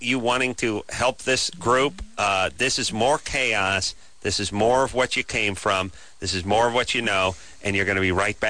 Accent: Los Angeles, California, United States; North Hollywood. That's my hometown.

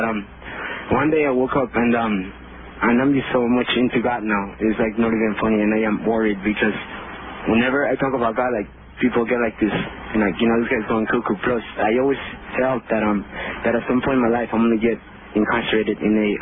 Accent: Mexico; moved away as an adult; I am Mexican. I came from Mexico about 10 years ago.

